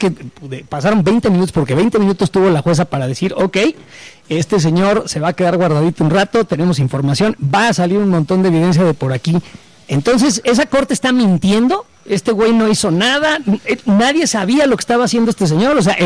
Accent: Mexico; Pues deberíamos de despertarnos como mexicanos y no comprarles todo el pinche cuento

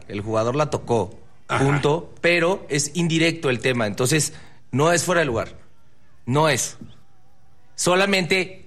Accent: Mexico; lo digo como mexicano

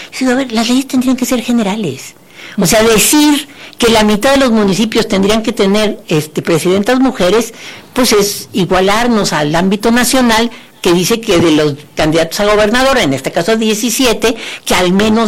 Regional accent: Querétaro, Mexico; born there; en el lugar donde yo nací, aquí en Querétaro

